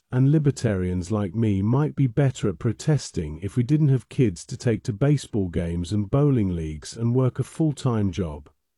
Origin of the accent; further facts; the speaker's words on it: New York, United States; now in Alabama, United States; I grew up in New York, still have a lot of friends and family there.